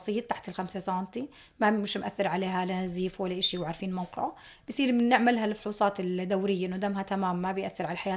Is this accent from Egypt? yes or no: no; Jordan; عندنا في الأردن